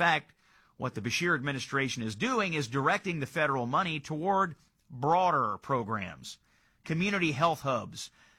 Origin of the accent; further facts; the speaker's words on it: Kentucky, United States; So I'm going to go to my home state of Kentucky and tell you a story.